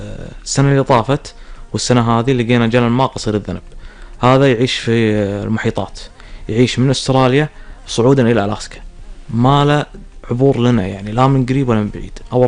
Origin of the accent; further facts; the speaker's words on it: Kuwait; عندنا بالكويت